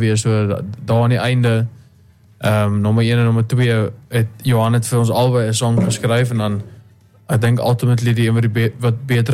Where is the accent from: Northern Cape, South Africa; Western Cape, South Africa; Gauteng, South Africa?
Gauteng, South Africa; Pretoria; Pretoria.